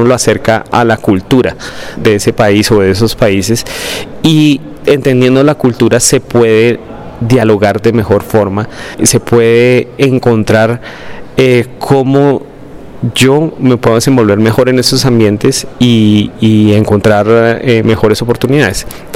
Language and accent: Spanish; Colombia; somos embajadores de Colombia